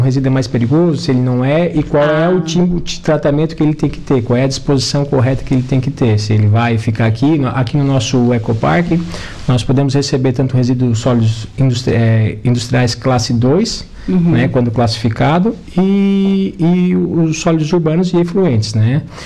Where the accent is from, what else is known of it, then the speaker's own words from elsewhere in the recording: Araranguá, Santa Catarina, Brazil; Eu sou de Araranguá, eu trabalho lá, mas eu sou aqui de Araranguá